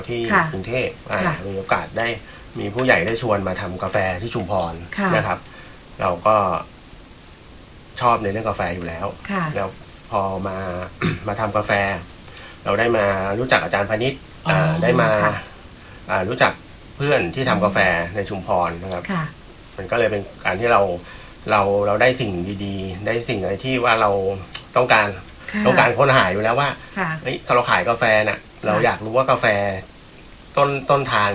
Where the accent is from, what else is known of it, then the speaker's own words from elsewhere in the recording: Suphan Buri, Thailand; now in Chumphon, Thailand; ผมไม่ใช่กำเนิดก็คืออยู่ที่สุพรรณบุรี